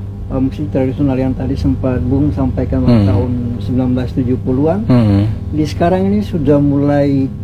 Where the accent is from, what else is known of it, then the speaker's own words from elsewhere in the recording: Maluku, Indonesia; Musik yang menjadi identitas kita, baik itulah musik kita orang Maluku.